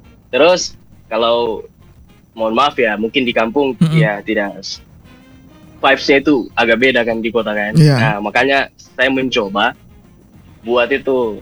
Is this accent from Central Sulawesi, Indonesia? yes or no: yes; Kasimbar, Central Sulawesi, Indonesia; Saya berasal dari Desa Kasimbar.